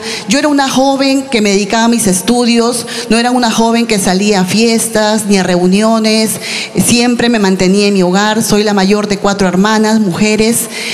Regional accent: Lima, Peru; Vengo de la ciudad de Lima también

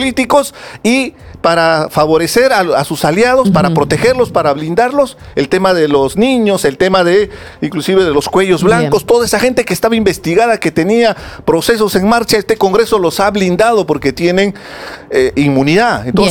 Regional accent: Apurímac, Peru; inclusive en mi región, yo soy de Apurímac.

